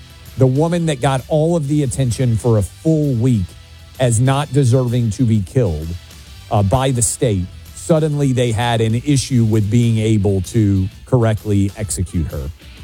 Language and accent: English; Tennessee, United States; We talked some yesterday about the failure of my home state of Tennessee to execute a woman on death row correctly.